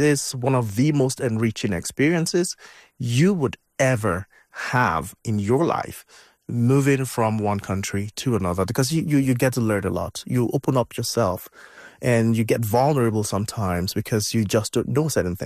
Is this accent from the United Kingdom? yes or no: no; Nigeria; moved away as an adult; I didn't leave Nigeria till I was in my early 30s. So I was born in Nigeria, grew up there, went to university in Nigeria and joined the oil and gas industry in Nigeria. So I moved out to the UK when I was in my early 30s.